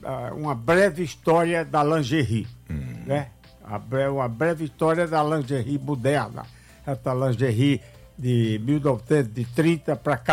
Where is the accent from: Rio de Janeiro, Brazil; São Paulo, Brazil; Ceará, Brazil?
Ceará, Brazil; Juazeiro do Norte; now in Fortaleza, Brazil; realmente eu sou de Juazeiro